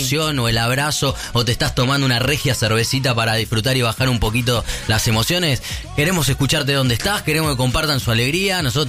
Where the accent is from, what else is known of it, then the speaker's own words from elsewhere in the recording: Argentina; somos argentinos, es nuestro ADN